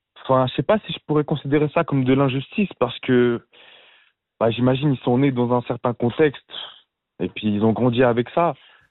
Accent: Kosovo; Du Kosovo.

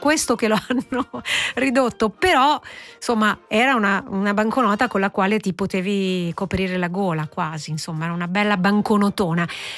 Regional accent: Switzerland; che è la moneta da cui noi come Svizzera siamo circondati

